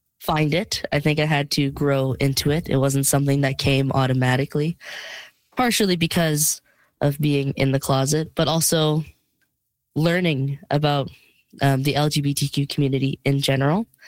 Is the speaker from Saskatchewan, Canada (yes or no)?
yes; Prince Albert, Saskatchewan, Canada; now in Saskatoon, Canada; I was born and raised in Prince Albert, and I'd basically lived there my whole life until I moved here for university. So I haven't really known a home other than Saskatchewan. I've always been here.